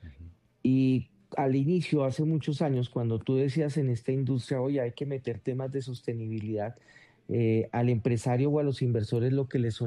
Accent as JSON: {"language": "Spanish", "country": "Colombia", "said": "la terrible tragedia que tuvimos con el terremoto ahorita para nosotros como colombianos."}